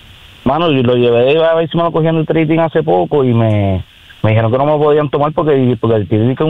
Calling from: Corozal, Puerto Rico; Yo soy de Corozal.

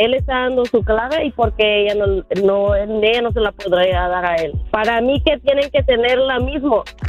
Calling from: San Fernando Valley, California, United States; vivo en el Valle de San Fernando.

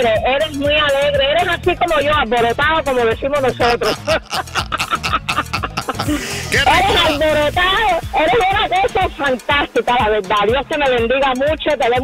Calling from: Cooper City, Florida, United States; Yo te llamo de Cooper City.

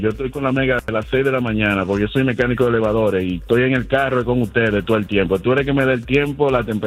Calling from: Long Island, New York, United States; estoy en Long Island. Vivo en Island.

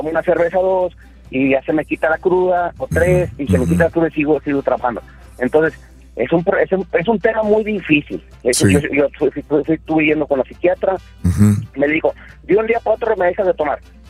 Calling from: Río Bravo, Tamaulipas, Mexico; Oye, soy aquí de Río Bravo, Tamaulipas, vecino de Matamoros.

